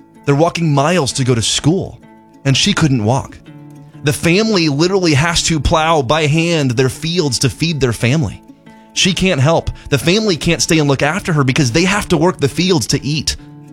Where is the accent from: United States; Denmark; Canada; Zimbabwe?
Zimbabwe; I grew up in Zimbabwe. I grew up at a mission hospital.